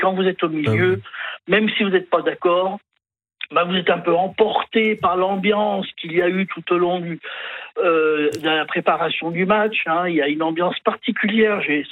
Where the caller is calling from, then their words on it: Évian-les-Bains, Auvergne-Rhône-Alpes, France; Évian-les-Bains.